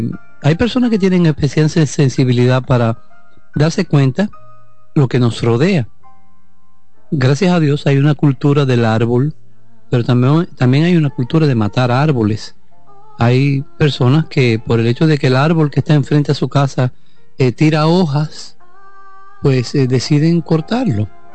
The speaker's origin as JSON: {"language": "Spanish", "country": "Dominican Republic", "said": "Son los colores que nosotros como dominicanos y dominicanas tenemos adentro."}